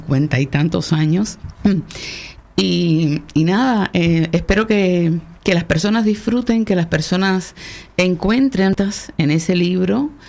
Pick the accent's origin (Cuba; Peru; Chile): Cuba; moved away as an adult; estos 5 años que hace ya que no vivo en mi país, Cuba.